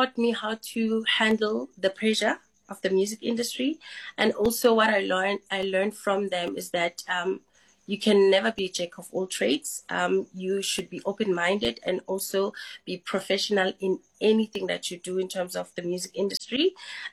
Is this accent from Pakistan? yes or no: no; KwaZulu-Natal, South Africa; because I was mostly used to performing for people in my hometown, KZN.